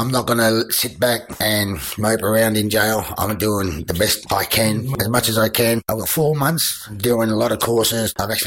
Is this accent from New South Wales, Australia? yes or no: yes; Sydney, New South Wales, Australia; I'm from Sydney, and I've got friends in Sydney